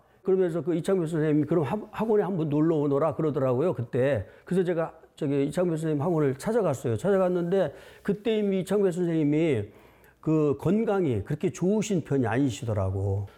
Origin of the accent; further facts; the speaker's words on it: Seosan, South Chungcheong, South Korea; 제가 고향이 서산이거든요. 충남 서산인데